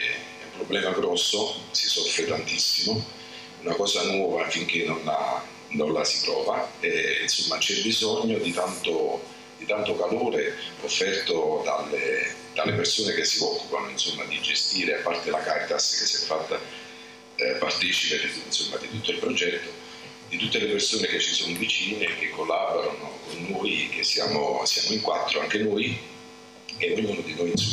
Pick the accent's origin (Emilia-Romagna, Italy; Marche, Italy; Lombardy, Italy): Marche, Italy; Fano; Buonasera … vengo da Fano e io sono uno dei padri separati che sta ospite in quella struttura.